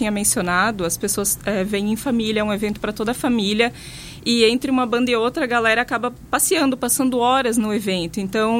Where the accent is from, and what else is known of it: Brazil